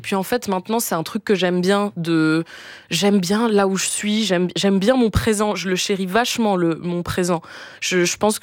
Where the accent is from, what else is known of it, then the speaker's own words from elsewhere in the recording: Switzerland; je parle très lentement, je suis suisse donc ça vient de mes origines certainement